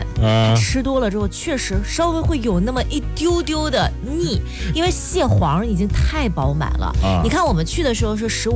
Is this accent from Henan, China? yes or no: yes; Henan, China; 就是咱们河南话嘎咕这个词儿大家懂吧